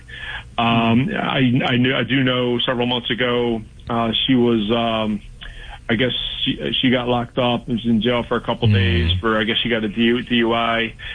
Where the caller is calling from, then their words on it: Annapolis, Maryland, United States; I live in the Annapolis area.